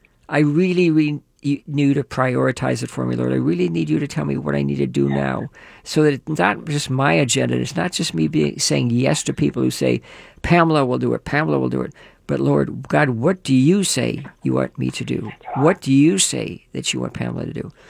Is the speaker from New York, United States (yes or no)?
yes; Levittown, New York, United States; born there; moved away; I grew up in Levittown for a while